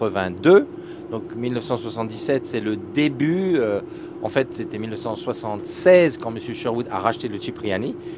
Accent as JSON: {"language": "French", "town": "Liège", "region": "Wallonia", "country": "Belgium", "said": "Alors, mais sachant que je suis liégeois, donc Agatha Christie, j'avais lu tous ses livres à l'âge de 12 ans."}